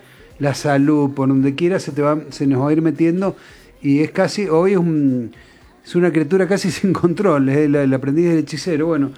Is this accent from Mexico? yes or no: no; Argentina; Estoy hablando como argentino